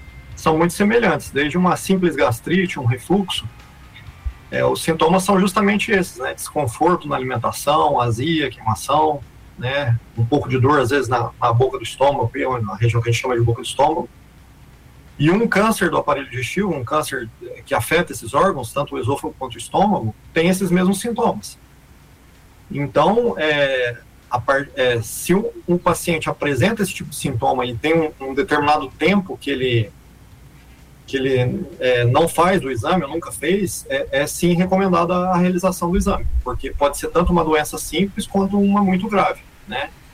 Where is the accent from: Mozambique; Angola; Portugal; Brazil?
Brazil; Minas Gerais; born there; now in São Paulo, Brazil